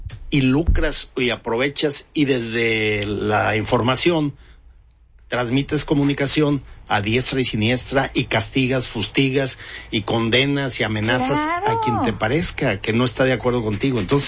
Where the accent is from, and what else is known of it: Mexico